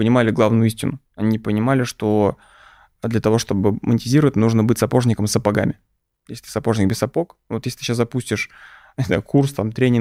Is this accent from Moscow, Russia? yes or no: yes; Moscow, Russia; Я же из Люблино парень, из Новокосино. Типа, я ходил в обычную общественную школу